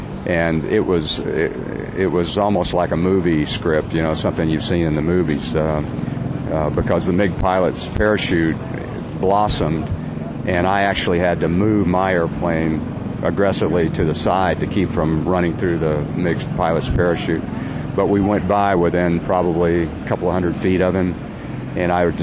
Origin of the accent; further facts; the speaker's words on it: Bowling Green, Kentucky, United States; project that I'm working on now in Bowling Green, Kentucky, my hometown, called Aviation Heritage Park